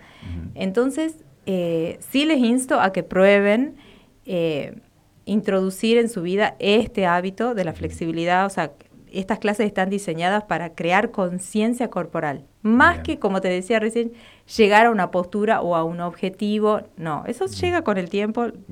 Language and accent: Spanish; Tucumán, Argentina; now in Catamarca, Argentina